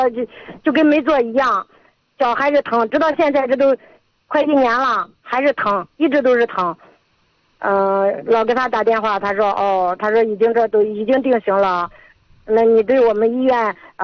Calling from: Yuncheng, Shanxi, China; 我是咱们运城空港的。

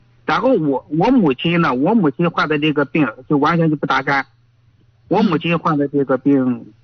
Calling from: Yuncheng, Shanxi, China; 我是咱们就是盐湖区的。

